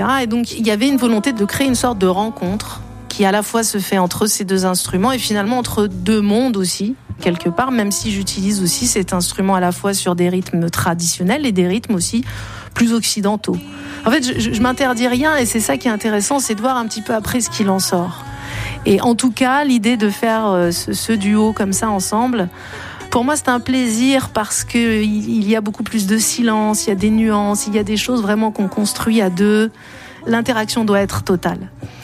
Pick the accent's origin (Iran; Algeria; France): Algeria